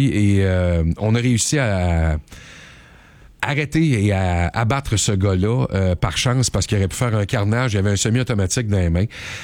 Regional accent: Quebec, Canada; Puis c'est chez nous au Québec

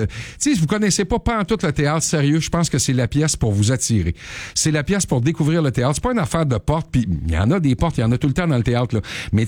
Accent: Quebec, Canada; C'est chez nous en Outaouais.

